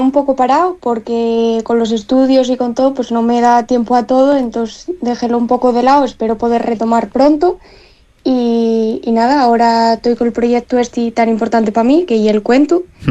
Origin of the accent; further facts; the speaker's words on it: Vimenes, Asturias, Spain; los bosques asturianos, de mi tierra y sobre todo de Vimenes, que es un lugar pues muy importante para mí. También quería hacer un guiño a mis raíces, porque vengo de sangre minera